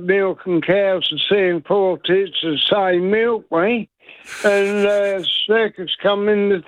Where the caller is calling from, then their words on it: Adelaide, South Australia, Australia; Adelaide, Semaphore Park, South Australia.